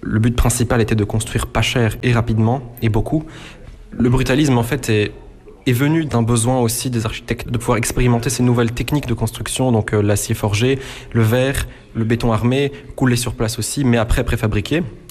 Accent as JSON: {"language": "French", "town": "Kraków", "region": "Lesser Poland", "country": "Poland", "tie": "born or raised there", "moved": "yes", "lives_now": "Brussels, Belgium", "said": "Moi, je suis originaire de Cracovie. J'habitais non loin de l'Hôtel Forum."}